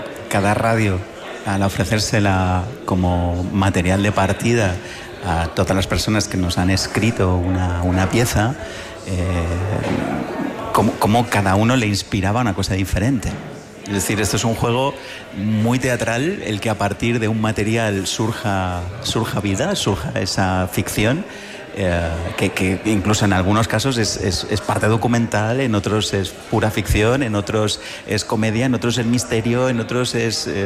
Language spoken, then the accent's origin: Spanish; Mallorca, Balearic Islands, Spain; Yo soy de Mallorca